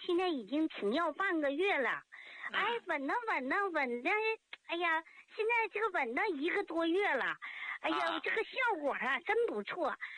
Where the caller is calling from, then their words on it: Tangshan, Hebei, China; 我是唐山的，河北唐山的。